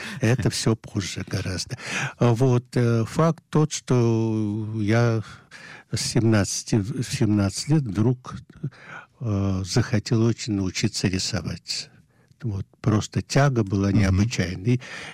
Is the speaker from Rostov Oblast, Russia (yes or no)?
no; Moscow, Russia; now in Israel; Я москвич.